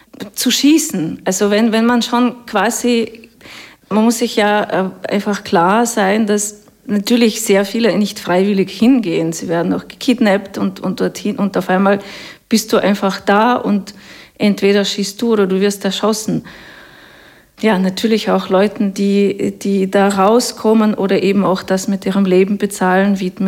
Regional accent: Russia; moved away; ich komme aus Russland.

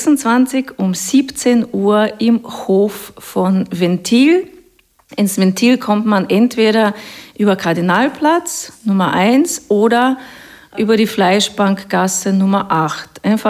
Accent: Russia; moved away; ich komme aus Russland.

